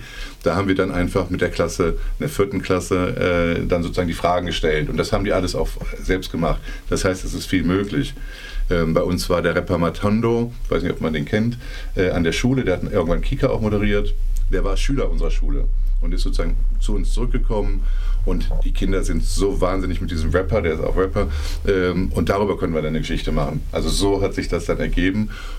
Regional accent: Cologne, North Rhine-Westphalia, Germany; Köln, ich komme aus Köln

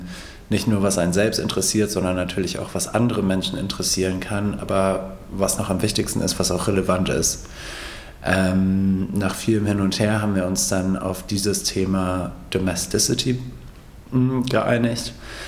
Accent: England, United Kingdom; now in Berlin, Germany; Ich bin in England aufgewachsen und ich bin in einem Einfamilienhaus aufgewachsen, was in England auch schon eher üblich ist.

